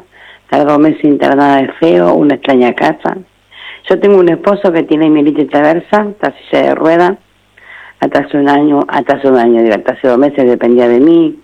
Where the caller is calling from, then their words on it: Buenos Aires, Argentina; Yo vivo en Caballito.